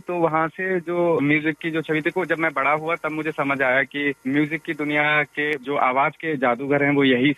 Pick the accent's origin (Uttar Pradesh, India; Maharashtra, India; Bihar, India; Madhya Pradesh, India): Uttar Pradesh, India; Mathura; मेरा बचपन जो है मथुरा में रहा है, मेरा जन्म मथुरा में हुआ था।